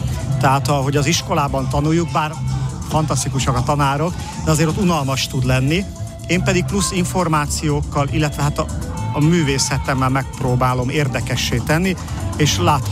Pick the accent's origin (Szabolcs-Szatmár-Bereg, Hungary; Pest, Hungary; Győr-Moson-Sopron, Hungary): Győr-Moson-Sopron, Hungary; Sopron; Én imádom Sopron, soproni vagyok, tehát én jöttem a szüleimhez